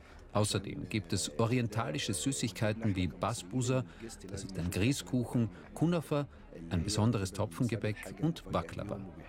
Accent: Egypt; Denn es ist unsere Pflicht als Ägypter, den Gästen unsere Spezialitäten und Speisen, die wir selbst essen, anzubieten.

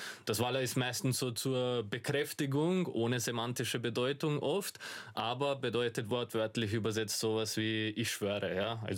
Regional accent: Vienna, Austria; ich bin ja im 10. Bezirk aufgewachsen in Wien, in Favoriten und ich habe den Ethnolekt wirklich an jeder Ecke gehört

